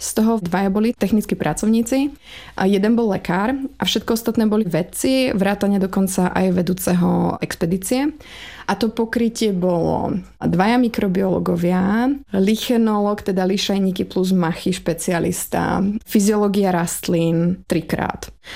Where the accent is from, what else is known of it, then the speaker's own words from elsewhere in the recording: Slovakia; moved away as an adult; K tomuto by som začala tým, že ja pochádzam zo severného Slovenska, takže ja som vlastne až do 18 rokov mrzla